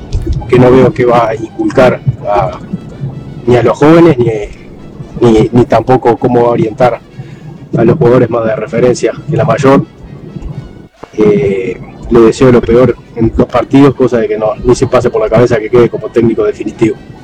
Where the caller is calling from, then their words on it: Punta del Este, Maldonado, Uruguay; de Punta del Este.